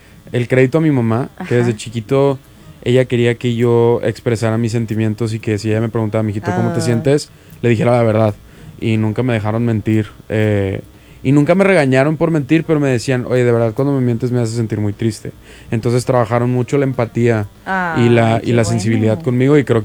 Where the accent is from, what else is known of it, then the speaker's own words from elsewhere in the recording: Monterrey, Nuevo León, Mexico; soy aquí de Monterrey.